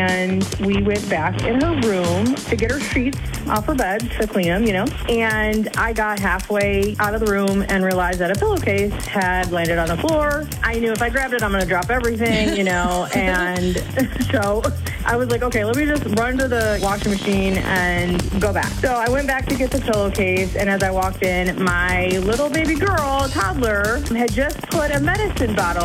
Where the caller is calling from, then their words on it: Madison, Wisconsin, United States; I'm from Madison